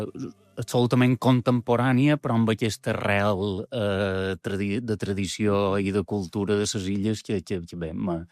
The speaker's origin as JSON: {"language": "Catalan", "town": "Manacor", "region": "Balearic Islands", "country": "Spain", "said": "jo som de Manacor"}